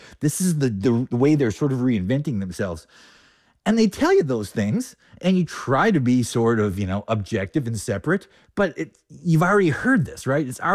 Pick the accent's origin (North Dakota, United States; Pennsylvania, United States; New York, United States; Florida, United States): North Dakota, United States; also born or lived in Ohio; I grew up in North Dakota and lived in Ohio, and after four years in Ohio, after 6 years in North Dakota